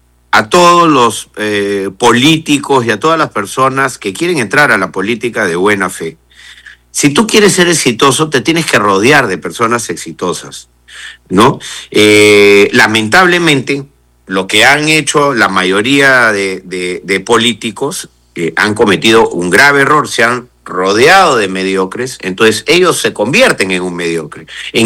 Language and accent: Spanish; Peru; nosotros somos peruanos y somos una raza distinta